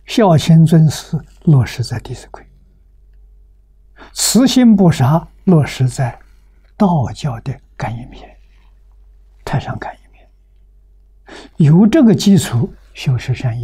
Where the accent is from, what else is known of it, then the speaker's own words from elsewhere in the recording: Tongcheng, Shucheng, Anhui, China; now in Hong Kong; 出生在桐城派的根据地，我们的家乡桐城、舒城、庐江这三个城距离差不多都是30公里、20-30公里